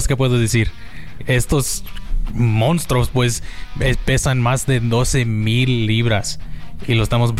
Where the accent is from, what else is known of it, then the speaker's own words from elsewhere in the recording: Mexico; el único mexicano atrás del volante de uno de estos